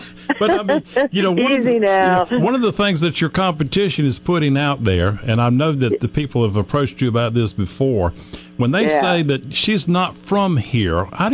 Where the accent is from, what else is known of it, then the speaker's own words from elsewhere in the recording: Norfolk, Virginia, United States; From Norfolk.